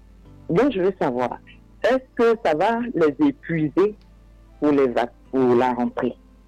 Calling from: Abidjan, Côte d’Ivoire; J'appelle le Yopougon.

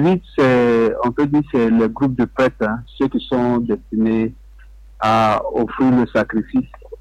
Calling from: Abidjan, Côte d’Ivoire; je suis à Vridi en ce moment.

